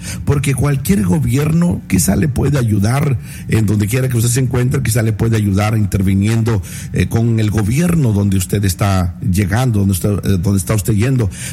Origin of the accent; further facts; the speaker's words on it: Mexico; Por ejemplo, yo digo: yo soy mexicano.